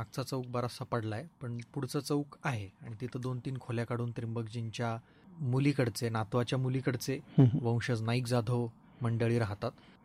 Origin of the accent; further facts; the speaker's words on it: Nimgaon Jali, Maharashtra, India; moved away; म्हणजे मी लहानपणापासून ज्या गावात मोठा झालो तिथं अनेक वाडे आहेत, विहिरी, बारवा, मंदिरं, वेस आहे मोठी, गावकुस आहे.